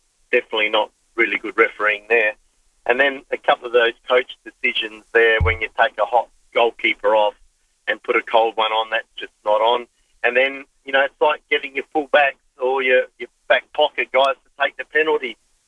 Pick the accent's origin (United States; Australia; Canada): Australia; Very, very disappointing as a Australian soccer fan, that's for sure.